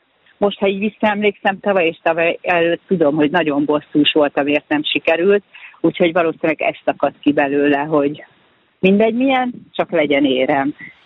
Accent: Hungary

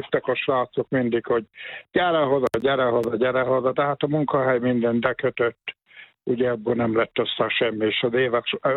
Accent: Taliándörögd, Veszprém County, Hungary; 31-32 évig éltem ott.

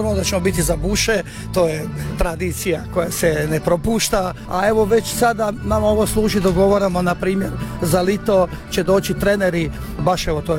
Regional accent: Croatia; kod nas u Hrvatskoj, u novoj našoj državi

